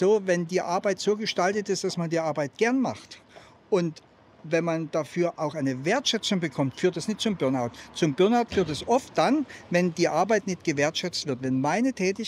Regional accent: Germany; moved away as an adult; now in Switzerland; Ich bin von Grund her absolut ein Deutscher durch und durch.

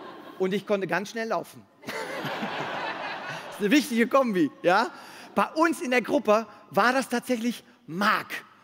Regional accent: Brussels, Brussels-Capital Region, Belgium; moved away; Ich komme ja ursprünglich aus Brüssel, um ganz genau zu sein, Brüssel.

